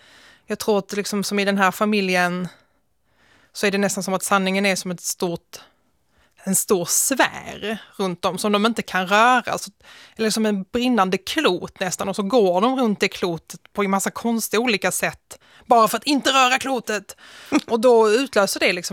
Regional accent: Malmö, Skåne, Sweden; born or raised there; also born or lived in Nötesjö

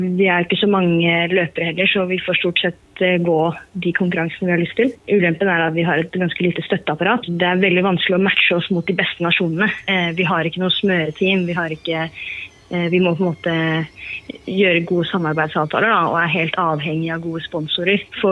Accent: Greenland; Alla vet ju att vi är från Grönland och konkurrerar för Grönland

